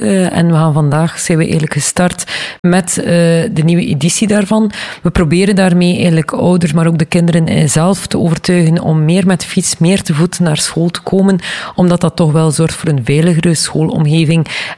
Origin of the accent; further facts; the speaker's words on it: Oudenburg, West Flanders, Belgium; ik kom van Oldenburg.